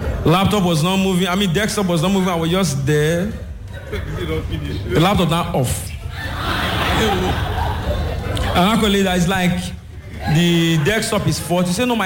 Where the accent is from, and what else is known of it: Nigeria